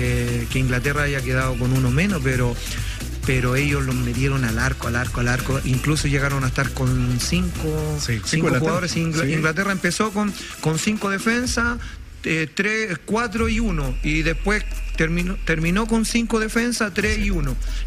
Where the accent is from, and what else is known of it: Chile